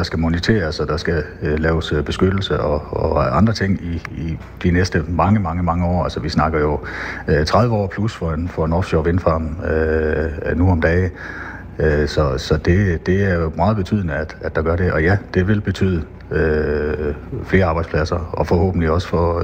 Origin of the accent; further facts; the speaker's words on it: Region of Southern Denmark, Denmark; Og selv som vestjyde, jeg tror, jeg har superlativer, som der ikke er set så mange steder herovre på Vestjylland i et langt stykke tid.